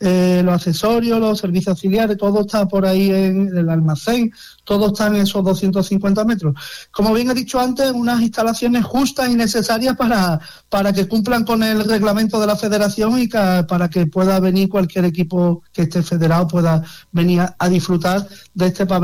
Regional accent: Algar, Andalusia, Spain; Por supuesto, yo que voy a decir de mi pueblo, ¿no?

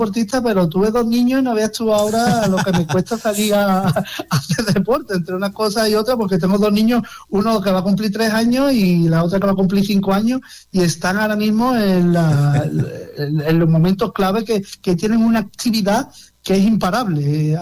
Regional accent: Algar, Andalusia, Spain; Por supuesto, yo que voy a decir de mi pueblo, ¿no?

